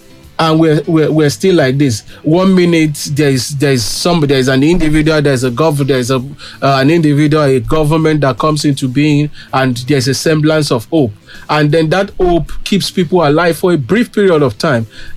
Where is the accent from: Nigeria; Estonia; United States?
Nigeria; first as an individual, and then as a Nigerian, then as an African, as a global citizen